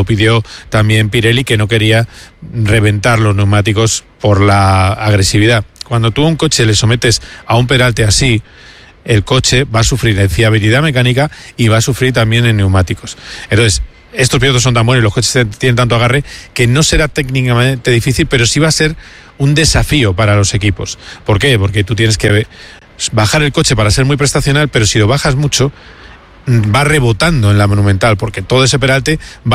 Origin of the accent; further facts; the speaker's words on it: Madrid, Community of Madrid, Spain; Y eso está bien, yo como madrileño, pues mira, encantado.